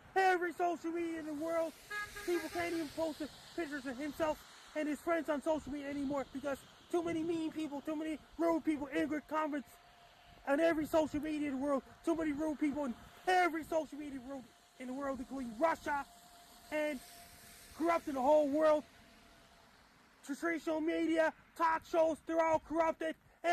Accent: Sydney, Nova Scotia, Canada; lots of snow has been falling down in my hometown in Sydney, Nova Scotia. As of right now, I repeat, it's snowing out in Sydney where I'm at right now.

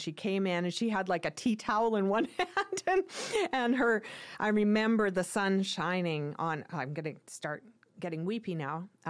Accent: Prince George, British Columbia, Canada; moved away as an adult; growing up in Prince George

